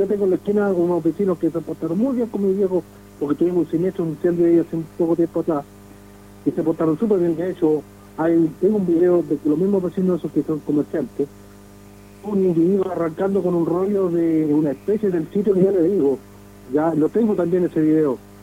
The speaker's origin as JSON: {"language": "Spanish", "town": "Coronel", "region": "Biobío", "country": "Chile", "tie": "born or raised there", "moved": "yes", "lives_now": "Melipilla, Chile", "said": "yo soy oriundo de Coronel"}